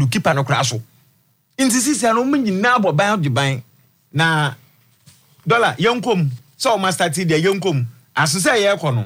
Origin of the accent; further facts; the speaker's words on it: Volta, Ghana; What I say? Western Togo land, eh, Ghana.